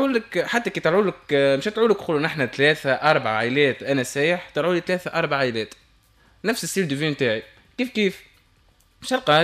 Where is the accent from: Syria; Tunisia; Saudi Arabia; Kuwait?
Tunisia; نعرفوا نحن العائلة التونسية كيفاش تتعامل مع الضيف نتاعها نحن.